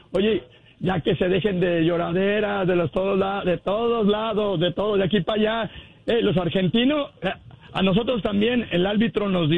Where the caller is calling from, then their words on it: United States; Yo a la selección la apoyé acá en Estados Unidos hasta donde pude